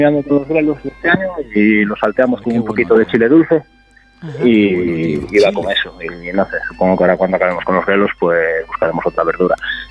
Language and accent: Spanish; Chantada, Galicia, Spain; Sí, yo nací en Chantada de toda la vida.